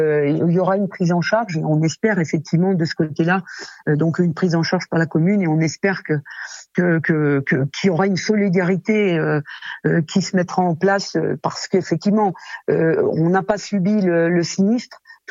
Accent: Pralognan-la-Vanoise, Auvergne-Rhône-Alpes, France; je suis née à Pralognan

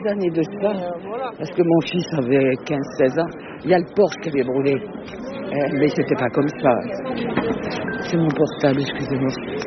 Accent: Île-de-France, France; Je viens des Yvelines.

